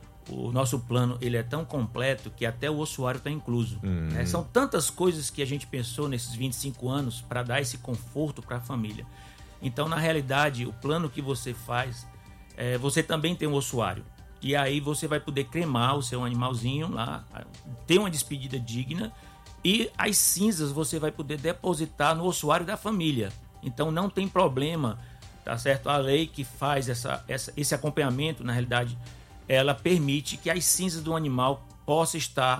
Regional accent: Fortaleza, Ceará, Brazil; born there; eu sou cearense, né? Nasci em Fortaleza em 1977, tenho muito orgulho de ser cearense. Meu pai é de Jaguaribe, né? Ele nasceu em Jaguaribe, a minha mãe nasceu em Morada Nova, então nós somos do Ceará com força

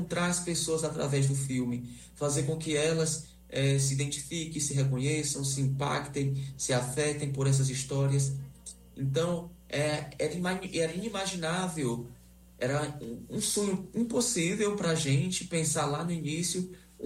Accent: Russas, Ceará, Brazil; que é uma cidade próxima da cidade onde eu nasci, que eu sou de Russas, assim como Alan.

